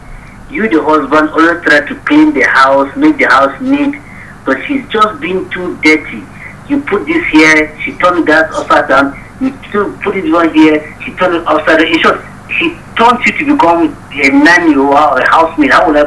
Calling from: Jos, Plateau, Nigeria; calling from Jos.

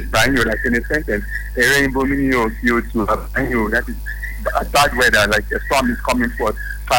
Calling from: Port Harcourt, Rivers, Nigeria; from Borokiri.

